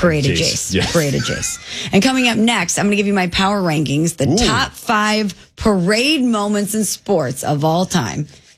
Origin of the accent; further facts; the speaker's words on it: Chicago, Illinois, United States; What? I'm from the Loop, and I'm proud.